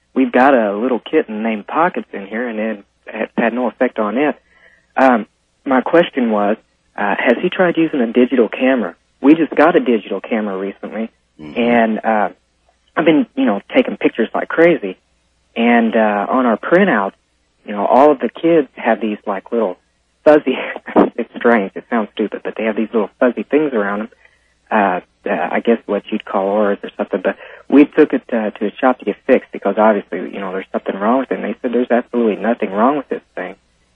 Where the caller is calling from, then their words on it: Evansville, Indiana, United States; I'm calling from Evansville, Indiana.